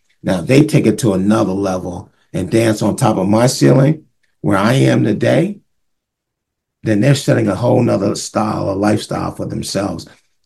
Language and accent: English; Montclair, New Jersey, United States; And so I'm from Montclair, but I used to, Gerald, when I began to change my life, we had a department store in Montclair called Haynes Department Store.